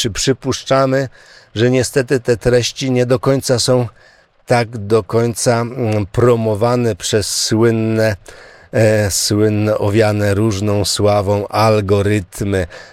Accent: Limanowa, Lesser Poland, Poland; born there; accent: local Limanowa dialect (gwara); moved away as an adult; u mnie w Limanowej, a ja bym powiedział w naszej gwarze w Limanowy

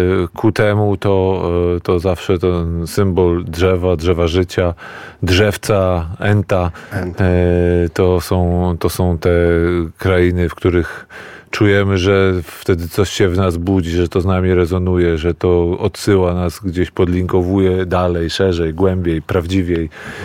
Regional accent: Warsaw, Masovian Voivodeship, Poland; jako rodowity warszawiak, warszawianista, który do tej pory zakochany jest w tym mieście i jest to dla mnie taka naprawdę kolebka macierz.

